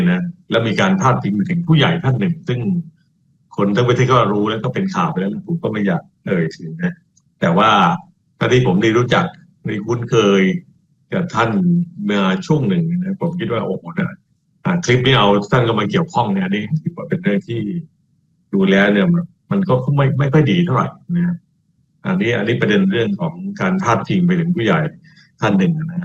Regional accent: Yan Ta Khao, Trang, Thailand; เป็นตระกูลการเมืองเหมือนกันนะในระดับท้องถิ่นนะอยู่ที่ตรังนะและอยู่ที่บ้านเกิดผมนี่แหละย่านตะขาบด้วย

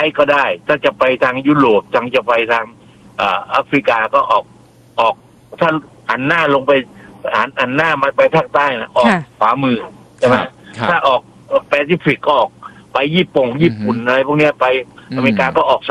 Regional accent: Southern Thailand, Thailand; ผมยืนยันว่าผมเป็นคนใต้

